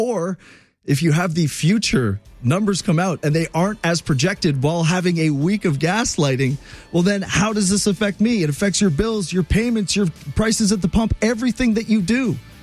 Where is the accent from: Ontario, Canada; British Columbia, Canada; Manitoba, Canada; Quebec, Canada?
Quebec, Canada; I can do a French accent because I'm from Quebec.